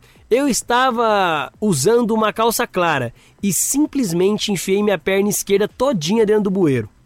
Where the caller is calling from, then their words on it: Belém, Pará, Brazil; sou deficiente visual e falo de Belém do Pará.